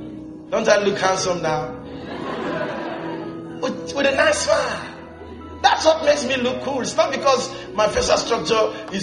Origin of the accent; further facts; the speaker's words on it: Lesotho; You know, I'm from Lesotho, and I want to find out, how did you get here?